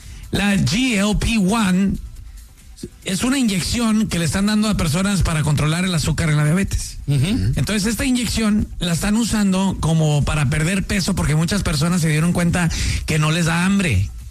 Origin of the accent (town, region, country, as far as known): Mexico